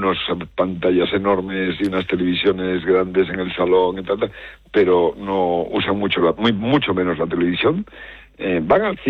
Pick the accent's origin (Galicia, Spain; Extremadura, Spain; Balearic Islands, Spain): Galicia, Spain; porque es mi tierra, Galicia, Orense, por la que siempre paso cuando voy camino de mi casa a Pontevedra